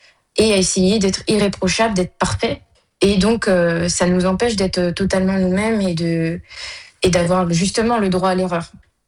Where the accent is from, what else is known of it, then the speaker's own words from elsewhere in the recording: France; le fait d'avoir grandi en France, donc d'avoir été baignée dans une culture occidentale. Après, je contextualise bien d'où je viens aussi, c'est-à-dire que moi, j'ai grandi vraiment dans une campagne, dans un milieu très rural